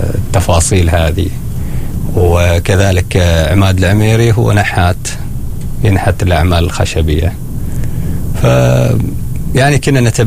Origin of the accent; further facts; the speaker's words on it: Oman; الثيمة الخاصة فينا نحن كعمانيين